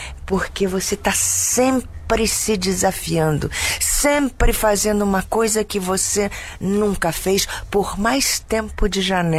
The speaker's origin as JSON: {"language": "Portuguese", "region": "Rio de Janeiro", "country": "Brazil", "tie": "born or raised there", "lives_now": "São Paulo, Brazil", "said": "Sou natural do Rio de Janeiro."}